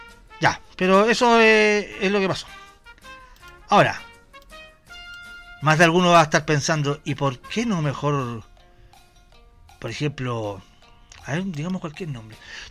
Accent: Chile; pues esto es Chile. No flipamos como los españoles nosotros.

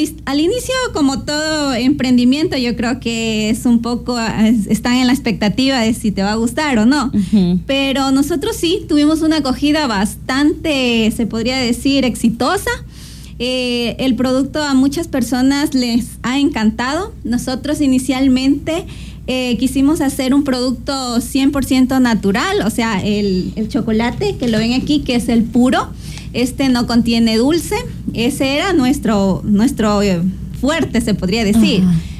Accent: San Jacinto del Búa, Santo Domingo de los Tsáchilas, Ecuador; nosotros somos de San Jacinto del Búa, una parroquia rural de aquí del Cantón Santo Domingo.

